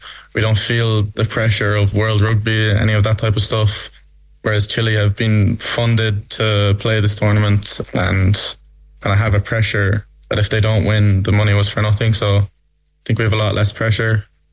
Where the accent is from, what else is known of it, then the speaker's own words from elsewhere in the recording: Belgium; My sister herself is a referee in Leinster, and she refereed back home in Belgium